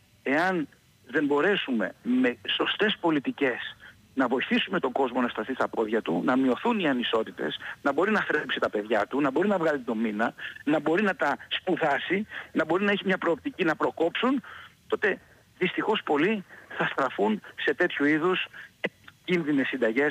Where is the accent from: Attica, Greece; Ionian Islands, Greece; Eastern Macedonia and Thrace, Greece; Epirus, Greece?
Ionian Islands, Greece; Kefalonia; moved away; την ιδιαίτερη πατρίδα μου, την Κεφαλονιά